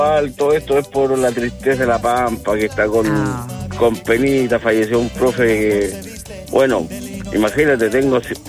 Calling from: María Elena, Antofagasta, Chile; De la República de María Elena

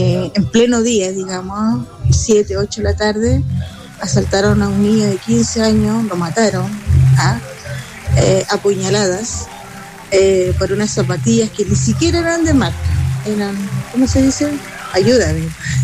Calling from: Calama, Antofagasta, Chile; acá en Calama

